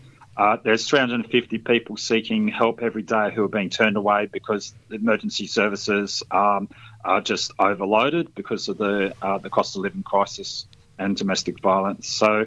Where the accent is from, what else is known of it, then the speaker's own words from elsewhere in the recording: Victoria, Australia; I know down there in Victoria, I was brought up in Victoria myself.